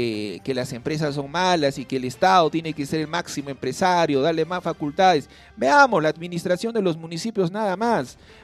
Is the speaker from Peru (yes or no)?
yes; Peru; me da mucha alegría como peruano